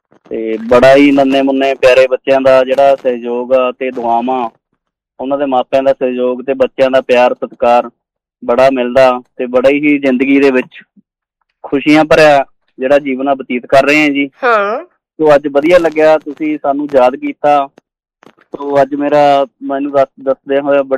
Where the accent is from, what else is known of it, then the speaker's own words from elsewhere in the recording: Mandi Kalan, Punjab, India; ਮੇਰਾ ਪਿੰਡ ਮੰਡੀ ਕਲਾਂ ਜੀ, ਮੰਡੀ ਕਲਾਂ ਵੀ ਸਾਡੇ ਸੁਖਵਿੰਦਰ ਸਿੰਘ ਜੀ ਆ ਪੰਜਾਬ ਪੁਲਿਸ ਤੋਂ